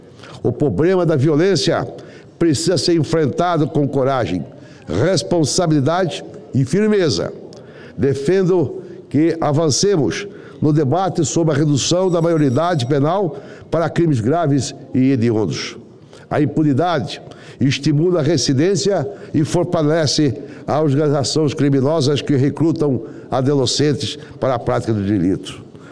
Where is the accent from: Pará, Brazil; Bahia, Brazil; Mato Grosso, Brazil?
Mato Grosso, Brazil; Várzea Grande; lá na minha cidade de Várzea Grande